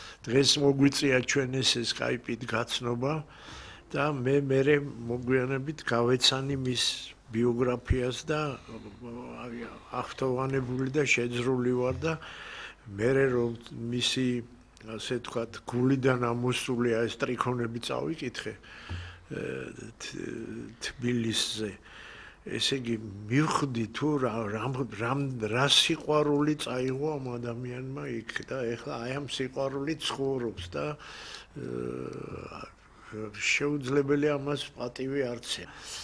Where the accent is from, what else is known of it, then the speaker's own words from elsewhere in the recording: Tbilisi, Georgia; მე რუსთაველზე გავიზარდე, პირველი სკოლა დავამთავრე და თბი ქუჩები, ავლაბარი და თაწმინდა, რიყე და ძველი უბნები